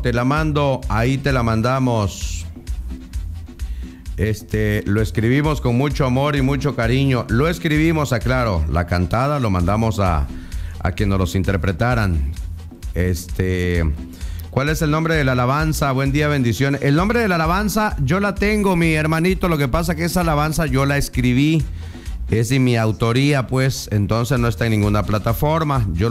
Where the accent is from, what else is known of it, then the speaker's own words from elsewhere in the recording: Chapultenango, Chiapas, Mexico; El año pasado estuvimos allá en Chapultenango. Ojalá este año se pueda volver a estar. allá con toda mi gente de Chapultenango, Chiapas.